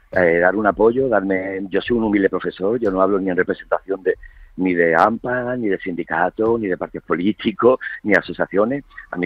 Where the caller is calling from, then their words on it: Spain; somos españoles y somos ciudadanos de la Unión Europea.